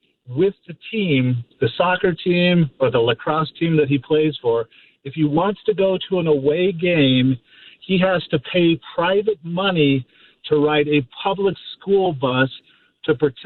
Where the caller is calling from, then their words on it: Orange County, California, United States; we live in Orange County, California, the Capistrano Unified School District